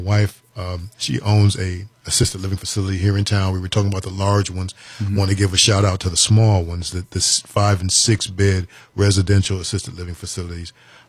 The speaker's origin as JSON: {"language": "English", "town": "Detroit", "region": "Michigan", "country": "United States", "tie": "born or raised there", "also_born_or_lived": "Ormond Beach, Florida", "moved": "as an adult", "lives_now": "Palm Coast, United States", "said": "Proud son of Detroit, Michigan, born and raised, spent my formative years there, served in the United States military, U.S. Army"}